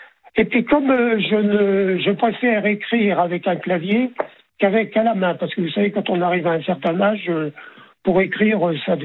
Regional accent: Amiens, Hauts-de-France, France; also born or lived in Villers-Bretonneux; Je suis né à Villers-Bretonneux. J'ai vécu à Villers-Bretonneux jusqu'en 1949. Je suis né en 42. En décembre 42, je suis né chez 49. On a quitté Villers-Bretonneux. On est allé habiter à Amiens.

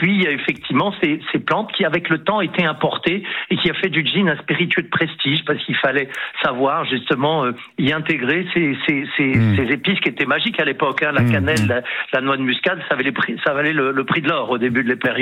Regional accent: France; Et alors, je vais vous le dire, en plus, en tant que Français, un petit coup de cocorico très rapide.

